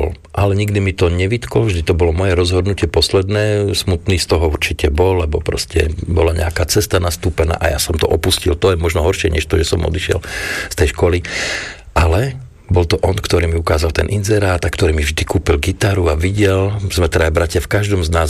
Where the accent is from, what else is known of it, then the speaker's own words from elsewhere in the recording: Hradec Králové, Hradec Králové Region, Czechia; now in Slovakia; ja som vyrastal v Hradci Králové, tam na letisku vlastne ma ocino brával a keď sa rozdelili republiky, tak ocina poprosili, aby prišiel sem